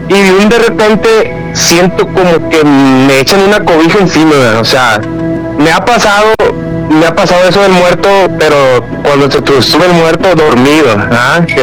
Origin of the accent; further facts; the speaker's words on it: Santiago Ixcuintla, Nayarit, Mexico; pero pues tengo una historia que yo soy originario de Santiago Ixcuintla, Nayarit.